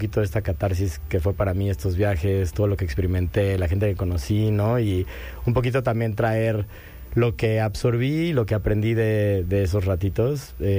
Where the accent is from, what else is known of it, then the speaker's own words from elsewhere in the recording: Mexico; accent: Mexican; que lo primero que te digan, ¡ajá, mexicano!, ¿no? Nada más porque te agarran en corte el acento.